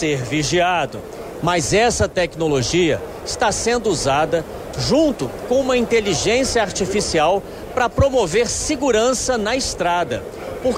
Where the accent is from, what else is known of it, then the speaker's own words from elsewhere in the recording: Brazil; Sendo brasileiro